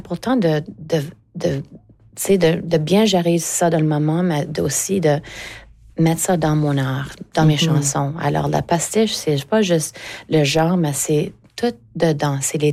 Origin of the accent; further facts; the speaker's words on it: Eastern Canada, Canada; mais il y a tellement une liberté d'en parler parce que je viens de l'Est du Canada.